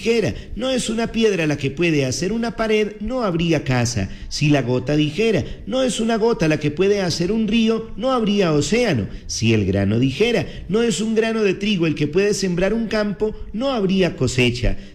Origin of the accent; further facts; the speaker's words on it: Colombia; nos une a todos como colombianos